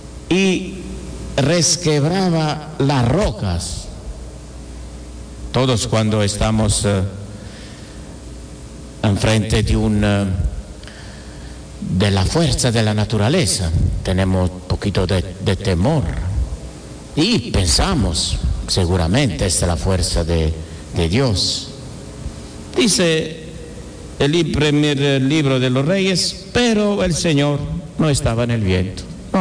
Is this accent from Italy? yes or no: yes; Italy; Spanish is a second language; moved away as an adult; now in Guatemala; en mi país, a Italia